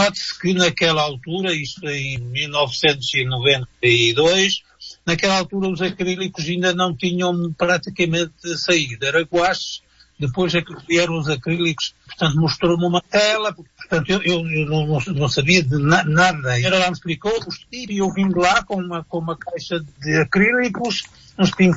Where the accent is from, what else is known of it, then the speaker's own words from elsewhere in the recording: Maputo, Maputo City, Mozambique; also born or lived in Portugal / Switzerland; Moçambique, Lourenço Marques, hoje chama-se Maputo, é também a minha terra, porque foi lá que eu passei a minha infância e a minha adolescência.